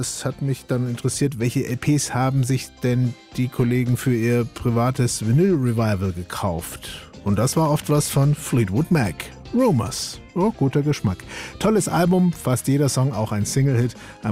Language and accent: German; Bayreuth, Bavaria, Germany; Mich hat's vor kurzem in meine Heimatstadt Bayreuth verschlagen zum Jubiläum 30 Jahre Abi.